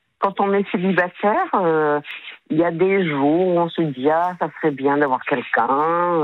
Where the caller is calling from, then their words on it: south of France, France; j'habite dans le Sud.